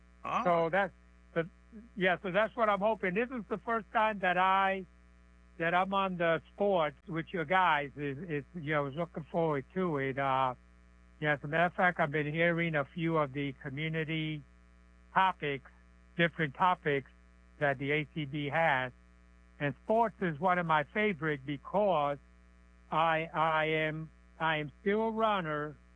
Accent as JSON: {"language": "English", "region": "New York", "country": "United States", "tie": "born or raised there", "said": "But anyway, I grew up in New York, and my three teams, of course, is the New York Knicks, the New York Mets, and the New York Rangers."}